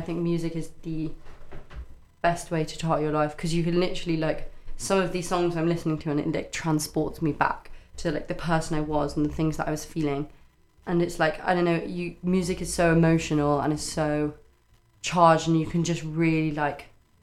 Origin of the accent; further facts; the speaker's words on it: Ireland; like, I am Irish. Both of my parents are Irish.